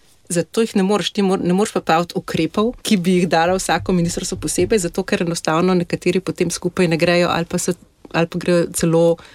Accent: Križe, Upper Carniola, Slovenia; moved away as an adult; now in Innsbruck, Austria; jaz sem rojena v Alpah, v bistvu v vasici Križe, pod Kriško goro. Tako da razdijala sem se v gorah.

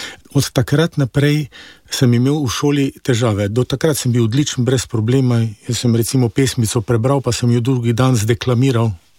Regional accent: Celje, Savinja, Slovenia; born there; Rojen sem v Celju.

